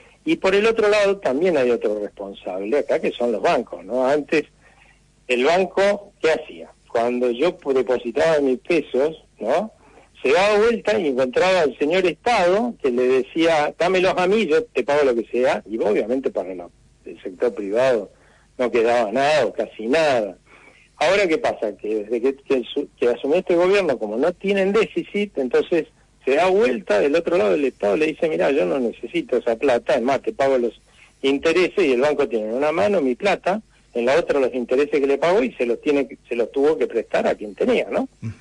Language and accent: Spanish; Argentina